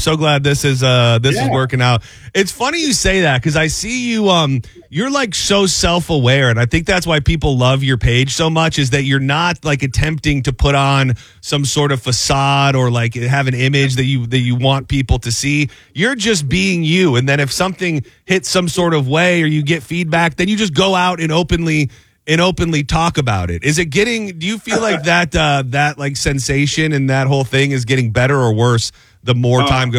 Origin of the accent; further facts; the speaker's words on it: Michigan, United States; Like, I don't remember that through my whole childhood growing up in Michigan.